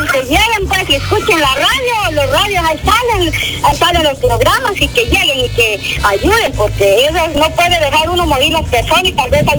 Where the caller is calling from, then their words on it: La Campa, Lempira, Honduras; Yo soy de la Campa, de la Campa Lempira, de una aldea que le dicen Mataras.